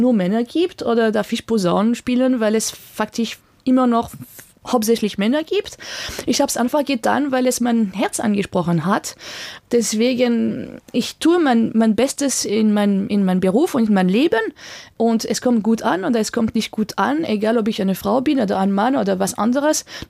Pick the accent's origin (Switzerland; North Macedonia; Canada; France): France; also born or lived in Vienna, Austria / Germany; now in Austria; lebe in Österreich. Also meine musikalische Sprache ist wirklich Deutschromantik geprägt, obwohl ich Französin bin.